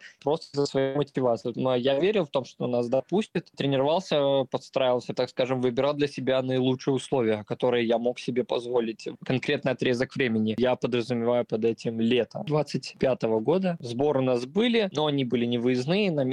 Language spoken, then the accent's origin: Russian; Novopolotsk, Vitebsk Region, Belarus; я родом из Новополоцка, оттуда сейчас сейчас мой действующий тренер личный